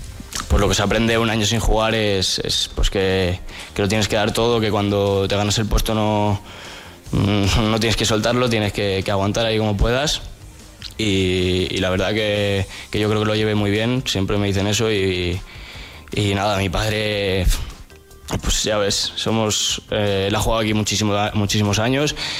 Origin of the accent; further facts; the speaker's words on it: Castile and León, Spain; born there; moved away; cuando suena Valladolid y puedo venir aquí, volver a mi pueblo con todos mis amigos, con toda mi familia